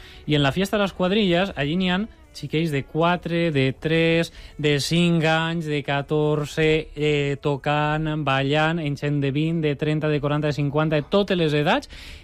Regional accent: Betxí, Valencian Community, Spain; Bueno, és el meu poble. És el meu poble. Jo està cansat la grave per això, per tornar-li al poble el que és d'ell.

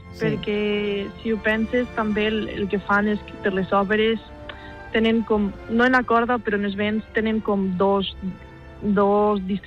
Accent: Alzira, Valencian Community, Spain; moved away as an adult; now in Graz, Austria; com vinc d'Alzira, que és una ciutat, però no és una ciutat molt gran

